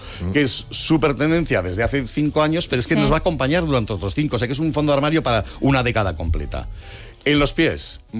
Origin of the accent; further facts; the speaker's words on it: Madrid, Community of Madrid, Spain; yo me acuerdo a mi abuela, nosotros, yo soy madrileño, pero soy de madre aragonesa.